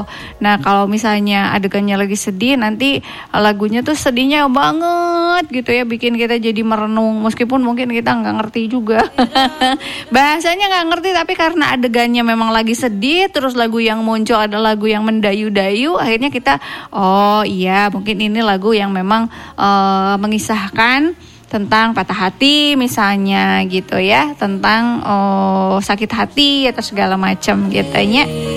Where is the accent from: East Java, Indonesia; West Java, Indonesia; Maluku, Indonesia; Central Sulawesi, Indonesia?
West Java, Indonesia; Karena kita orang Sunda gitu ya.